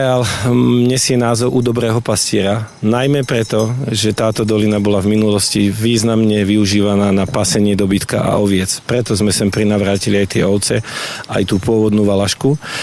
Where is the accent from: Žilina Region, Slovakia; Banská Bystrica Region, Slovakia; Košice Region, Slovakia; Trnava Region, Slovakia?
Žilina Region, Slovakia; Černová; Keďže ja som rodák z Černovej, tak od pamätníkov viem, že Čutkovská dolina bola vždy miestom, kde sa ľudia stretávali